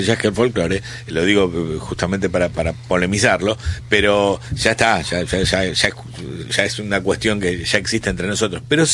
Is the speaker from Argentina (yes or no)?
yes; Buenos Aires, Argentina; por lo menos nosotros como porteños, yo me enlisto en los porteños